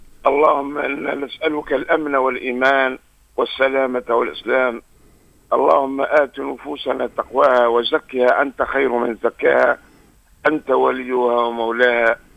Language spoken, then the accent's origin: Arabic; Kairouan, Kairouan Governorate, Tunisia